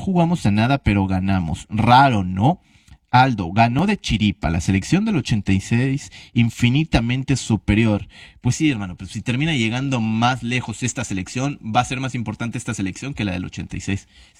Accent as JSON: {"language": "Spanish", "country": "Mexico", "lives_now": "Pesquería, Mexico", "said": "Sí vivo en pesquería, pero no soy coreano. Hay muchísimos coreanos ahí, pero no, yo soy mexicano."}